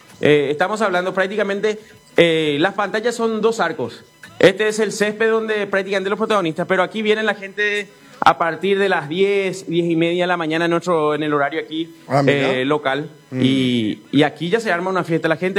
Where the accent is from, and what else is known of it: Paraguay